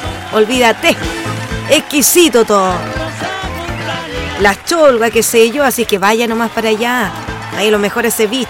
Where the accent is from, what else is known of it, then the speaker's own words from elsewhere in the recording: Chile; Que se note, pues, que somos chilenos.